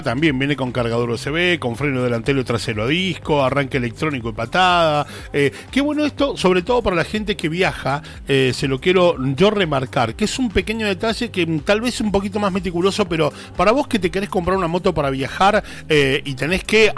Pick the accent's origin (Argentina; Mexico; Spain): Argentina; San Luis; Yo soy de San Luis, ustedes están en Villa Mercedes, ¿les puedo comprar una moto?